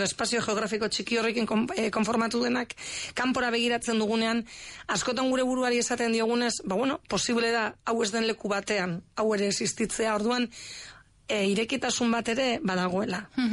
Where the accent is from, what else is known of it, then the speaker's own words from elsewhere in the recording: Basque Country, Spain; Ni esan dut moduan herrian jaio naiz, herrian bizi izan naiz, baina gure etxetik Bilbora ordu erdi dago bakarrik.